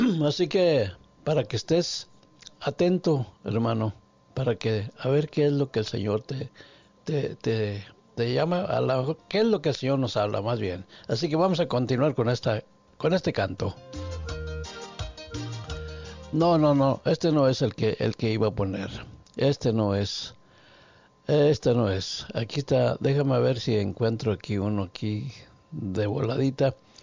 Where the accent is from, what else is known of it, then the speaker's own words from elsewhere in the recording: San Luis Potosí, Mexico; Así que saludamos a todos los que están en la línea allá en mi tierra, San Luis Potosí.